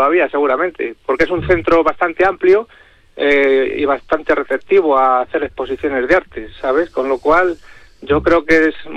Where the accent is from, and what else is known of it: Aldea Real, Castile and León, Spain